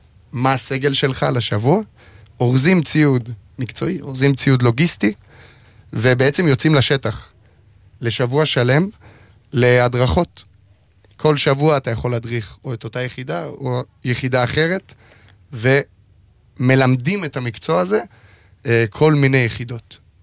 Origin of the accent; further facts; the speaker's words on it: Alon HaGalil, Northern District, Israel; באלון הגליל, ביישוב שגדלתי בו